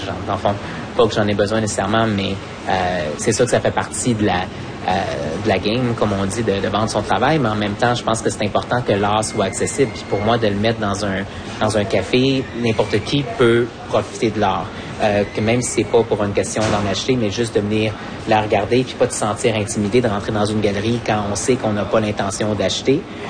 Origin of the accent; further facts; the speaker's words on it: Montreal, Quebec, Canada; Je pense que, oui, je suis né à Montréal, je suis Montréalais, puis ça affecte beaucoup qui je suis.